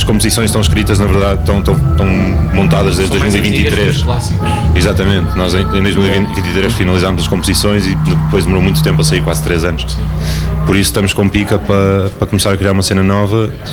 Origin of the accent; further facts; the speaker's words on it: Porto, Norte, Portugal; moved away as an adult; now in Lisbon, Portugal; Na verdade, eu sou do Porto, nasci no Porto e passei lá a minha juventude, mas vivo atualmente em Lisboa. Eu e muitos amigos e jovens portugueses que vivem entre duas cidades.